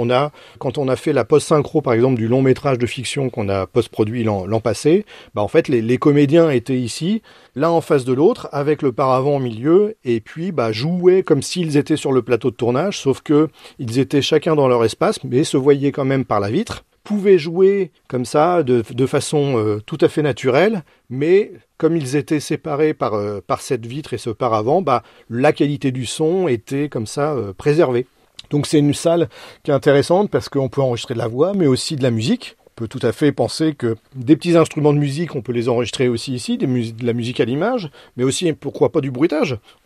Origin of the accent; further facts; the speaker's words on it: Rouen, Normandy, France; Moi, je suis rouennais, je suis normand, j'ai ma région chevillée au corps.